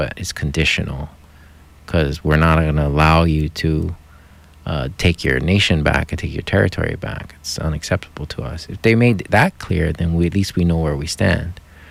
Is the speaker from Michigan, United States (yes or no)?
no; Hawaii, United States; we find ourselves in as Native Hawaiian people.